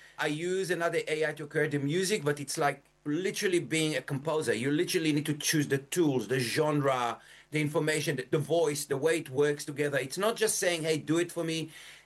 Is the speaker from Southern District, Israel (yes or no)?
yes; Yad Mordechai, Southern District, Israel; born or raised there